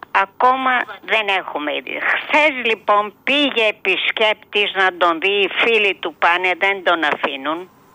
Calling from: Greece; είμαι οργισμένη, είμαι ντροπιασμένη που είμαι Ελληνίδα.

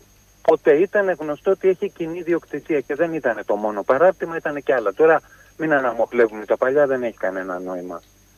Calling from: Piraeus, Attica, Greece; από Πασαλιμάνη.

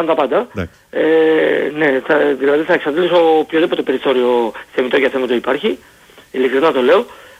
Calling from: Greece; Μα είμαι Έλληνας

